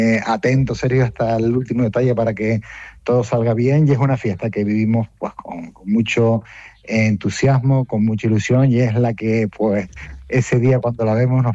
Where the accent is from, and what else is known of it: Barlovento, Canary Islands, Spain